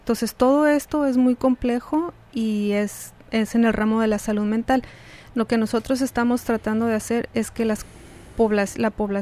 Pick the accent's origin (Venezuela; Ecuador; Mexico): Mexico; nosotros como mexicanos y de ahí diferente uh-huh. población, tenemos muchas costumbres